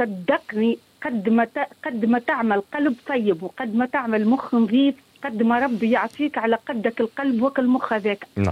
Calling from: Sousse, Sousse Governorate, Tunisia; من سوسة نكلم فيك.

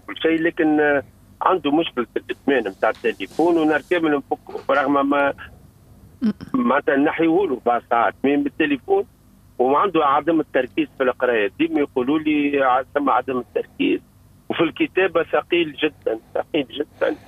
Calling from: Tunisia

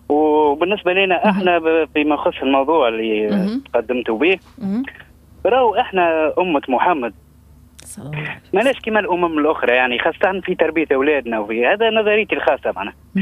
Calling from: Gafsa, Gafsa Governorate, Tunisia

